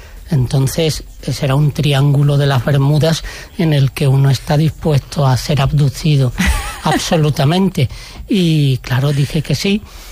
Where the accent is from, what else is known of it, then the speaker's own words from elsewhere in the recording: Minas de Riotinto, Andalusia, Spain; now in Huelva, Spain; los mineros de mi pueblo, Río Tinto